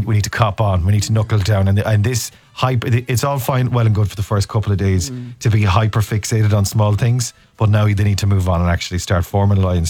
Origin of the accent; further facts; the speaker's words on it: Connacht, Ireland; I'm from Mayo. Yeah, acting the maggot.